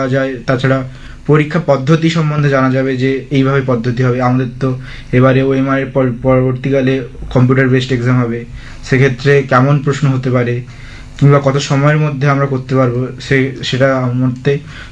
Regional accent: Kakdwip, West Bengal, India; বেশিরভাগ সময় আমাদের গ্রামে পুজো হতো কিংবা কাকদ্বীপে পুজো ঘুরতাম

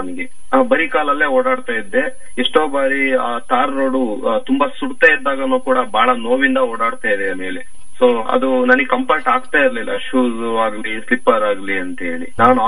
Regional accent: Karnataka, India; ನಮ್ಮೂರಿಂದ ಸುಮಾರು ಕೊಳನೂರ್ ಇತ್ತು, ಕುಶಾಲ್ ನಗರ ಹತ್ರ ಇತ್ತು, ಅರಕಲಗೋಡು ಇತ್ತು

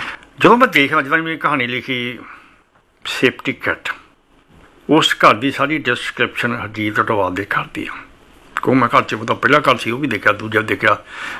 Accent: Punjab, India; moved away as an adult; also born or lived in Chandigarh; now in Jalandhar, India; ਮੈਨੂੰ ਮੇਰੀ ਜਿਹੜੇ 35 ਸਾਲ ਪਹਿਲੇ ਬੀਤੇ ਪਿੰਡ 'ਚ

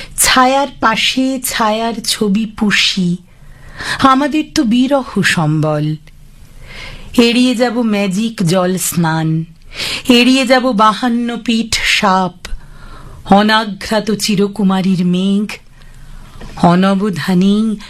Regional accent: Madhyamgram, West Bengal, India; আমার মধ্যমগ্রাম যেখানে আমার বাড়ি সেখানেই আমার দল

